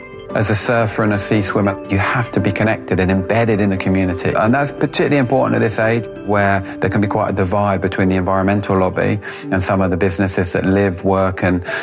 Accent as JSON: {"language": "English", "region": "London", "country": "United Kingdom", "tie": "born or raised there", "lives_now": "Cornwall, United Kingdom", "said": "But I'm a Londoner born and bred that now lives in Cornwall. I've lived here for the best part of 20 years."}